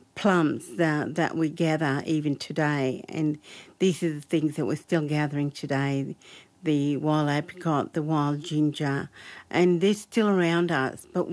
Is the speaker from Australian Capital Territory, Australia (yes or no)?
no; Yarrabah, Queensland, Australia; I grew up with bush food. And, you know, growing up in Yarrabah as a young child, we would know when the yams are ready to do harvest.